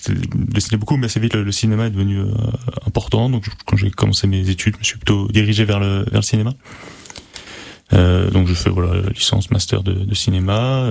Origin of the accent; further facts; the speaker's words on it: Paris, Île-de-France, France; parce que je viens de Paris à la base.